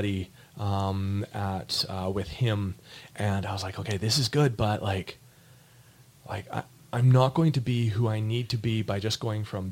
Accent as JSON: {"language": "English", "town": "Kamloops", "region": "British Columbia", "country": "Canada", "tie": "born or raised there", "moved": "as an adult", "said": "my hometown"}